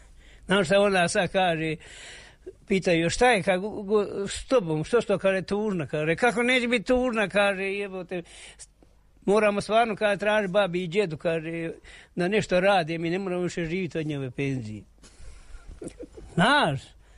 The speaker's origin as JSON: {"language": "Serbian", "town": "Konjic", "region": "Federation of Bosnia and Herzegovina", "country": "Bosnia & Herzegovina", "lives_now": "Višegrad, Bosnia and Herzegovina", "said": "dolazim iz Konjica. Trenutno živim sad u Višegradu."}